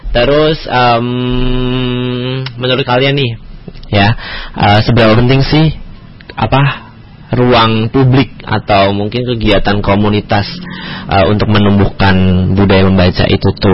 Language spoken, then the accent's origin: Indonesian; Surakarta, Central Java, Indonesia; now in Maluku, Indonesia; Karena asli kan aku dari Jawa.